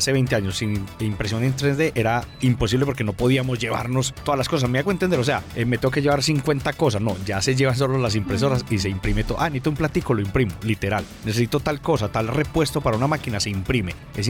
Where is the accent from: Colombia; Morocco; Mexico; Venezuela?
Colombia; no solamente como personas, seres humanos, sino también como colombianos